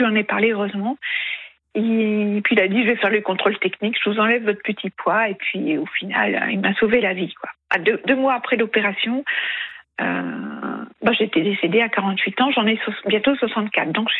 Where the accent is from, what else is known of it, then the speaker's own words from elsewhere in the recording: Hauts-de-France, France; Je suis native du Pas-de-Calais